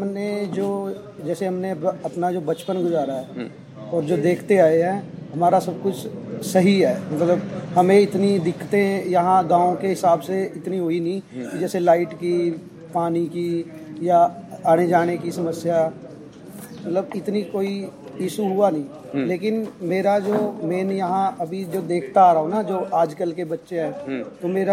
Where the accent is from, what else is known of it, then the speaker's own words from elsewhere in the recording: Teja Mohri, Haryana, India; मैं यहीं तेजा मोड़ी गांव का रहने वाला हूं